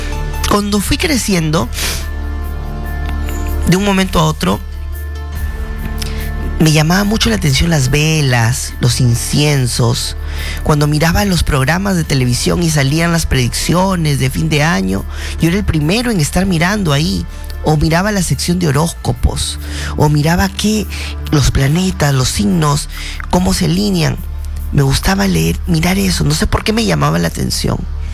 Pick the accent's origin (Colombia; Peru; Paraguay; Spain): Peru; Chiclayo, Lambayeque; born there; nací en Chiclayo.